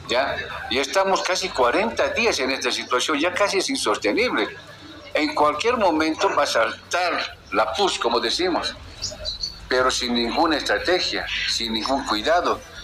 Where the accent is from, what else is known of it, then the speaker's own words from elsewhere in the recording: Cochabamba, Bolivia; Yo les digo de verdad, yo soy de Cochabamba.